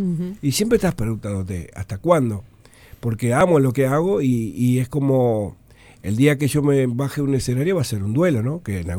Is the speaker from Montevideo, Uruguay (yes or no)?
yes; Montevideo, Uruguay; born there; hay un apego especial a la gente del cerro que no se quiere ir, como yo